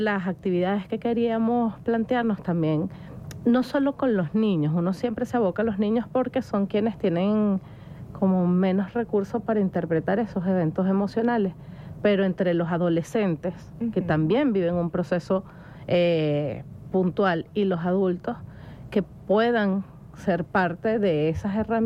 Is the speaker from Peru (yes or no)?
no; Venezuela